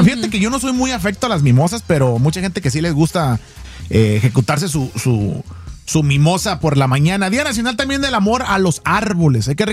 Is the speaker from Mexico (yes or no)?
yes; Sinaloa, Mexico; Yo como buen sinaloense